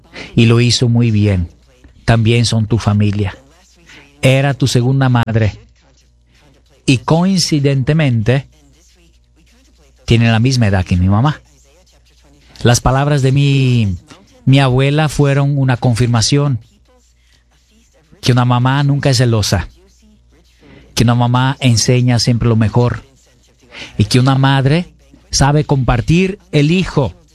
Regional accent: Brazil; now in United States; Yo crecí en Brasil

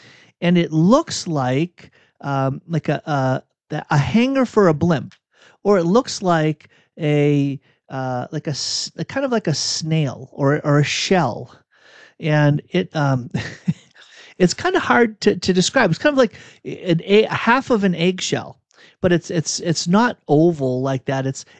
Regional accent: Burlington, Massachusetts, United States; I grew up outside of Boston, a town called Burlington.

